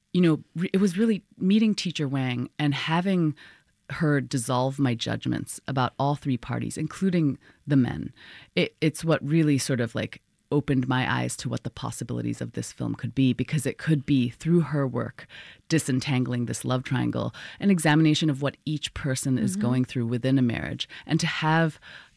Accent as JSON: {"language": "English", "country": "Hong Kong", "tie": "born or raised there", "said": "I grew up in Hong Kong"}